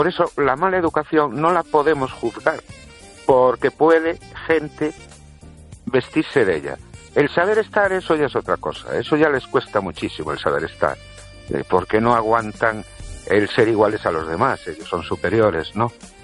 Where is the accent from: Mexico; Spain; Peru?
Spain; Ourense, Galicia; Buenas noches, Estéreo oyentes. … de Orense.